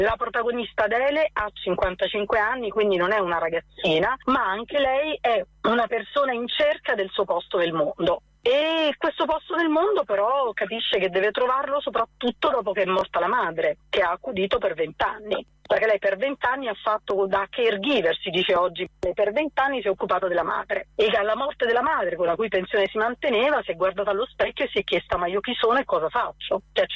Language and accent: Italian; Nocera Inferiore, Campania, Italy; io sono originaria di Nocera Interiore, che poi è la cittadina dove abbiamo girato quasi tutto il film